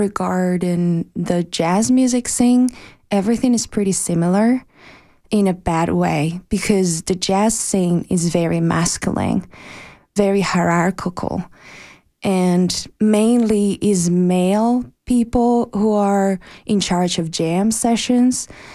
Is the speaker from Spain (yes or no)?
yes; Spain; English is a second language; And I'm from Spain, so all those sonicities are also part of my language as a musician.